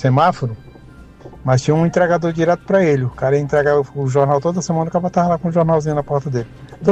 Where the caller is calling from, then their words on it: Missão Velha, Juazeiro do Norte, Ceará, Brazil; E nós somos do Ceará também, Missão Velha, Juazeiro do Norte.